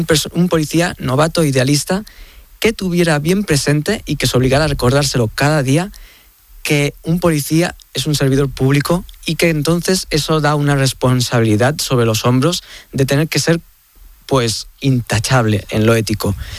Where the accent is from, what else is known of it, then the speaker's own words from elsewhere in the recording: Tarragona, Catalonia, Spain; now in Madrid, Spain; Yo soy un enamorado de Madrid. Yo soy de Tarragona, vivo en Madrid desde el 2014